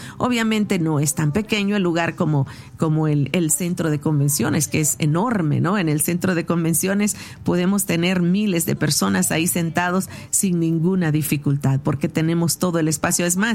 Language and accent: Spanish; El Salvador; Yo no soy de México, para los que no me conocen. Yo soy originaria de la República de El Salvador, pero el Señor me permite ahora viajar con frecuencia a México